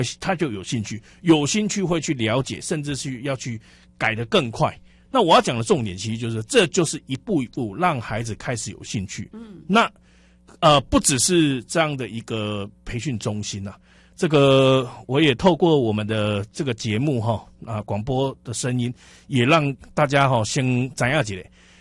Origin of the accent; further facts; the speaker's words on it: Dajia, Taichung, Taiwan; 咱的家乡一直无进步，